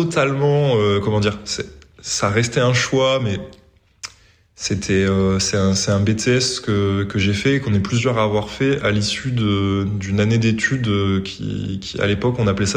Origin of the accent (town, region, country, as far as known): Montpellier, Occitanie, France; born or raised there